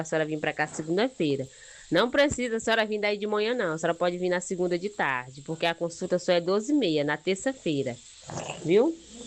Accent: Alto Alegre do Pindaré, Maranhão, Brazil; sou de Alto Alegre, de Pindaré.

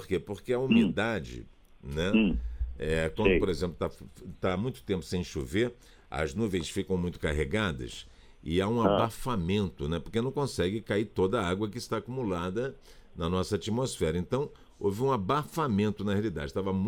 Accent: Rio de Janeiro, Brazil; Eu sou carioca, tô acostumado com altas temperaturas

